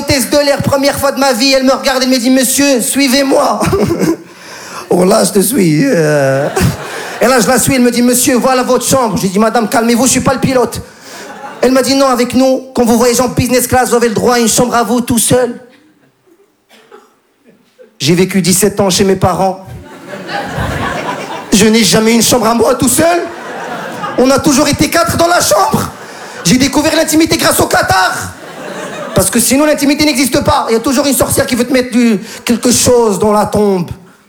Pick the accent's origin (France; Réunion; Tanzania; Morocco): Morocco; Casablanca, Casablanca-Settat; Moi, je suis marocain. J'habite à Casa. Je suis habitué à la Royal Air Maroc.